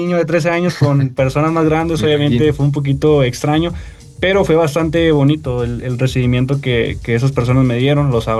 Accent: Reynosa, Tamaulipas, Mexico; Yo soy de Reynosa, Tamaulipas, la región Noreste 2, se le denomina.

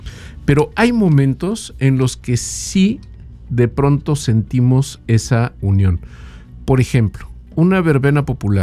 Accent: Mexico; que estamos viviendo en este momento aquí y que somos mexicanos

